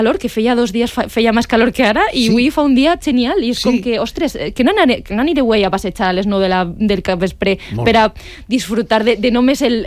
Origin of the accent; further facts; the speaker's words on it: Vilamarxant, Valencian Community, Spain; jo soc de Vilamarxant